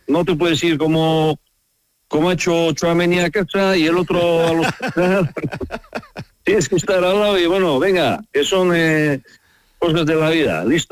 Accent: San Vicente de la Sonsierra, La Rioja, Spain; born there

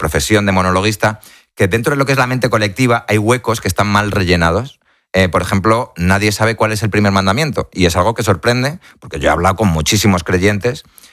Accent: Spain; Esto está hecho precisamente porque yo soy español y yo he estado ahí.

